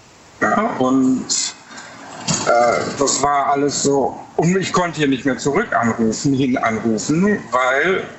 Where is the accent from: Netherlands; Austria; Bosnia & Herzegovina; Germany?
Germany; Recklinghausen, North Rhine-Westphalia; ich komme aus Nordrhein-Westfalen.